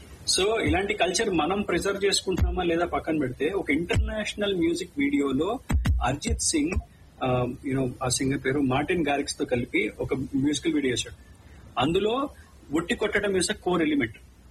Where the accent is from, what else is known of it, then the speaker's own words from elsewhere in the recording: Andhra Pradesh, India; now in Dallas, United States; మా ఊరు తణుకు దగ్గరలో వేలూరు దగ్గరలో